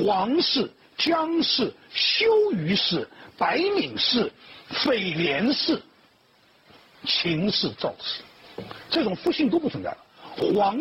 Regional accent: Shanghai-Jiangsu area, China; 在我老家，在上海江苏这一带，王黄不分

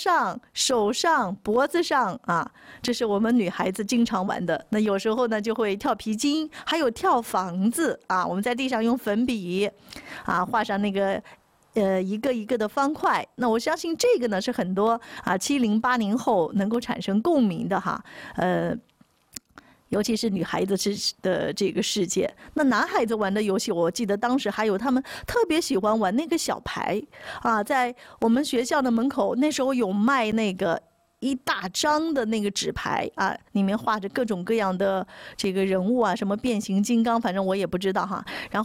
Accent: Guangdong, China; 我们广东话叫扮舅舅

